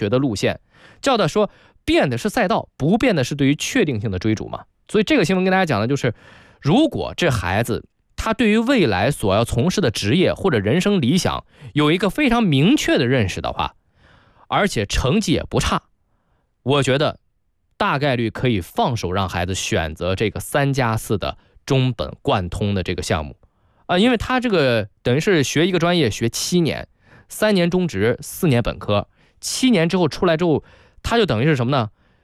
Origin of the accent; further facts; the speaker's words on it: Shandong, China; accent: Shandong; 你找一山东人过来仔细一听就知道我是山东人啊，就是在山东长大的，有山东方言啊，有山东的口音。